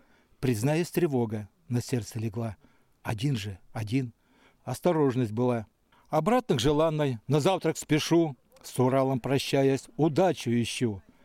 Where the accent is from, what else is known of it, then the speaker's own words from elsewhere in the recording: Krasnozatonsky, Komi Republic, Russia; moved away as an adult; also born or lived in Syktyvkar; now in Dozhdy, Russia; Я родился в Затоне, поселок Краснозатонский. Там я родился, там и жил. Жил в Сыктывкаре